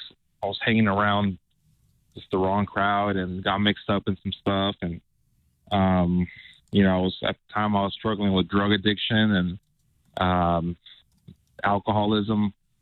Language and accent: English; California, United States; moved away as an adult; I had to leave my hometown. I left my hometown. I moved three states away. I moved from California to Mississippi, you know, just trying to be safe.